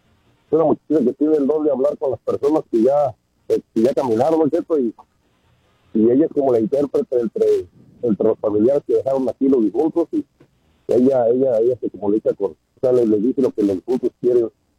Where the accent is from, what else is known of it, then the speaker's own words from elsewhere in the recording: Michoacán, Mexico; Soy michoacano